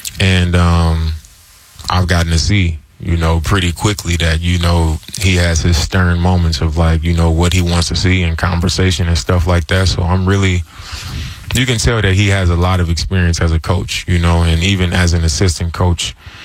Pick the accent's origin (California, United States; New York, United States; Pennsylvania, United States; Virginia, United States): California, United States; Oakland; moved away as an adult; now in Portland, United States; I'm from Oakland, that's home. I've been living here 15 years.